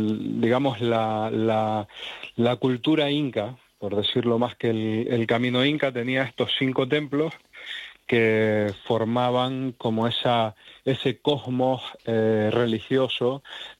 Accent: Canary Islands, Spain; Bueno, soy canario, o sea que subimos y bajamos todos los días a las montañas. Las islas son muy, muy escarpadas y yo vivo en Tenerife, tenemos el Teide, son casi 4.000 metros.

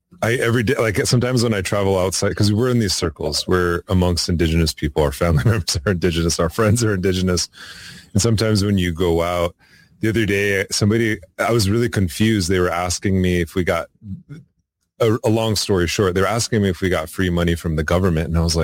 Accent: Crow Creek, South Dakota, United States; also born or lived in Lower Brule; And so I remember hearing that growing up in Crow Creek and in Lower Brule.

